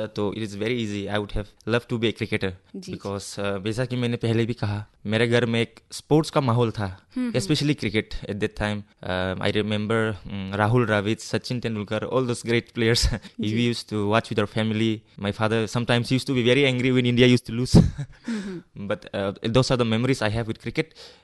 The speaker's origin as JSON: {"language": "Hindi", "town": "Haflong", "region": "Assam", "country": "India", "tie": "born or raised there", "also_born_or_lived": "Guwahati", "said": "मेरी पढ़ाई सारा यहाँ पे don Bosco high school Haflong से फ्रॉम 1 till 10th।"}